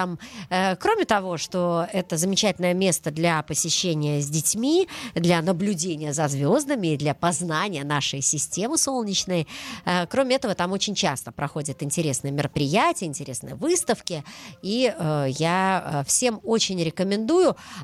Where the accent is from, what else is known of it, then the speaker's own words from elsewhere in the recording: Netanya, Central District, Israel; И вот в Нетании, в моем родном городе, решили провести целую выставку